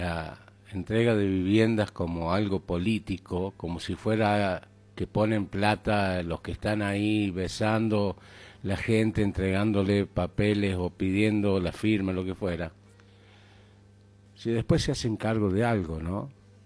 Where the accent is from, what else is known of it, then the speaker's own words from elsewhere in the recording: San Luis, Argentina; Los que somos oriundos de San Luis, los que hemos caminado en San Luis, sabemos lo chiquito que era nuestro querido San Luis.